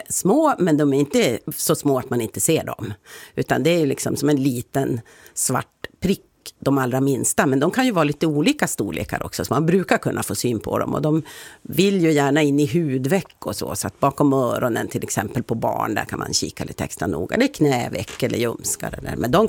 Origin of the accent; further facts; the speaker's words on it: Piteå, Norrbotten County, Sweden; now in Västerbotten, Sweden; När jag var barn och växte upp i Piteå